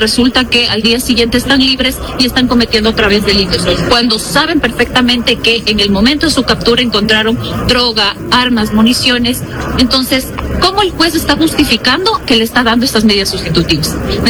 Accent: Ecuador

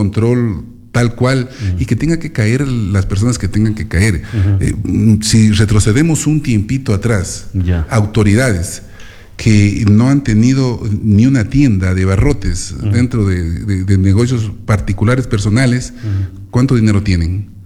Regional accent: Ecuador

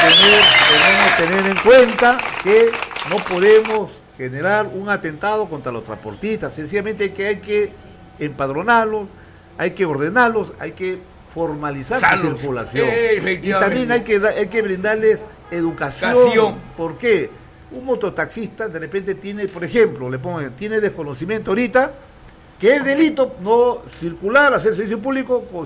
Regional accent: Lambayeque, Peru; born there; trabajar por mi tierra que me vio nacer

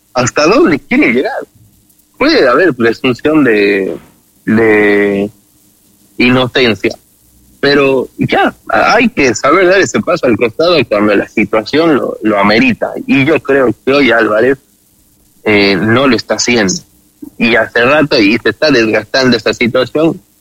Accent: Ecuador; como ecuatoriano le digo

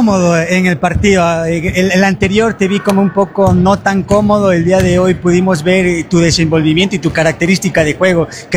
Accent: Ecuador

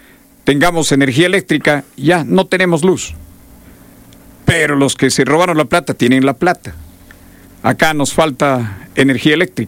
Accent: Ecuador; en esta mi tierra linda, el Ecuador.

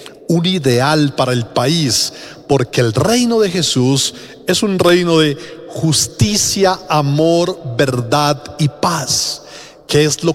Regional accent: Ecuador

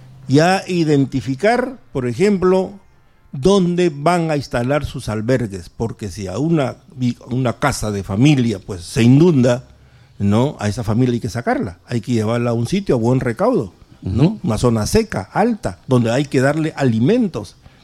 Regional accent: Lambayeque, Peru; moved away as an adult; yo regreso a mi tierra, yo soy lambayecano neto, pero he estado casi 30 años recorriendo todo el Perú y creo que ya es hora de llegar a mi tierra

